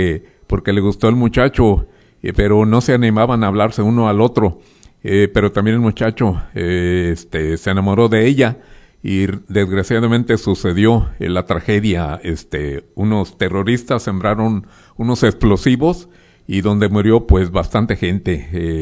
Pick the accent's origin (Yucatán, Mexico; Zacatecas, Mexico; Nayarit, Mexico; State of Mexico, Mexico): Nayarit, Mexico; Tequilita; Tequilita, pues como yo. Un abrazo a mis amigos de Tequilita, de Cuastecomate y tantos lugares que hay ahí.